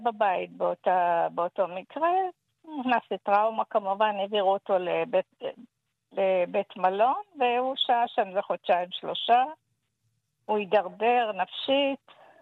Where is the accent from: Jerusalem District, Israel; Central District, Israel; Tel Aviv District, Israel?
Tel Aviv District, Israel; Ramat Gan; עיריית רמת גן, אנחנו מרמת גן, עובד סוציאלית, ביקשתי עזרה, עזרה.